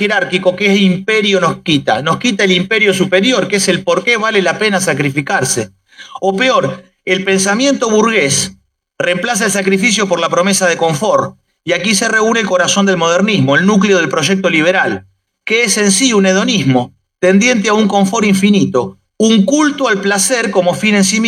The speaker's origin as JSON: {"language": "Spanish", "country": "Argentina", "said": "nos une a los argentinos"}